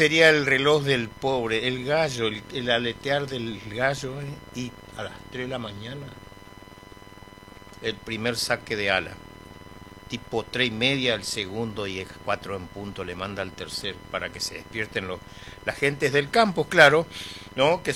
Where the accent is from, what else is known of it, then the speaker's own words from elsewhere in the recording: Buenos Aires, Argentina; also born or lived in Chaco; a pesar de que yo me crié en la ciudad, en Buenos Aires, pero mis raíces son del litoral, ¿no?, y tengo mi corazón partido, le dije, ¿no? Claro, mis padres correntinos y yo soy chaqueño